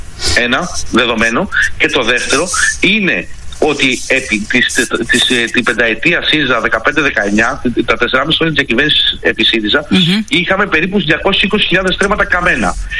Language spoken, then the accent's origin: Greek; Attica, Greece